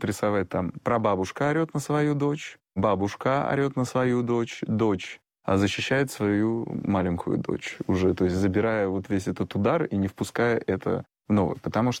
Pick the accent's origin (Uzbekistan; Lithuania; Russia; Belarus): Russia; born there; там я родился в РФСР, то есть 90-е годы, я помню это все